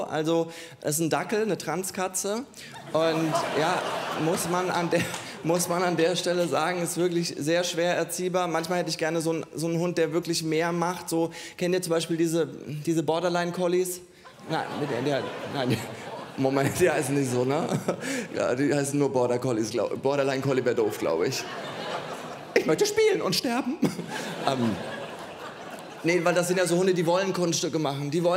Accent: Heustreu, Bavaria, Germany; born there; ich komme aus Heustreu. Allen, denen das nichts sagt, das ist so 10 Kilometer vor Oberstreu. Und wie ihr an dem Namen erkennen könnt, Streu, ne? Also meine Großeltern hatten auch einen Bauernhof.

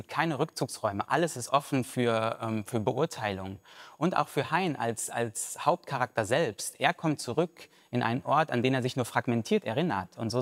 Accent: North Rhine-Westphalia, Germany; Ich komme aus einer kleinen Gemeinde im Sauerland.

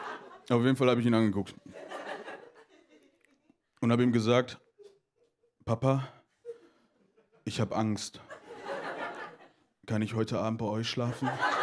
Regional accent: North Rhine-Westphalia, Germany; Wir sind zwar nicht alle aus dem Ruhrpott, wo ich herkomme, aber wir kommen alle aus NRW.

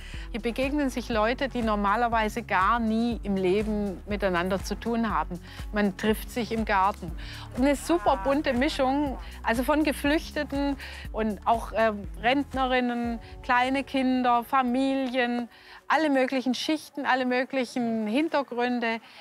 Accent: Stuttgart, Baden-Württemberg, Germany; also born or lived in Belfast; Ich bin in Stuttgart geboren und hier aufgewachsen und bin aber mit 19 nach Irland ausgewandert.

